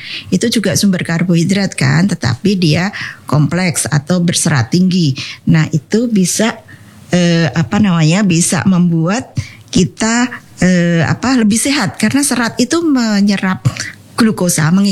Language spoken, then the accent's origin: Indonesian; Semarang, Central Java, Indonesia; kita orang Semarang biasa suka kerupuk ya.